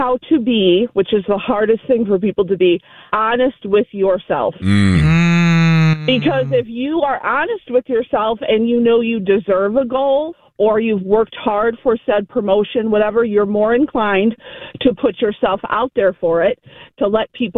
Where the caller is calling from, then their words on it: Racine, Wisconsin, United States; from Racine.